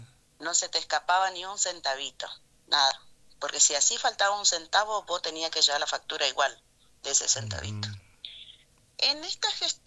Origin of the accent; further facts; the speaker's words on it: Santa Fe, Argentina; somos santafesinos.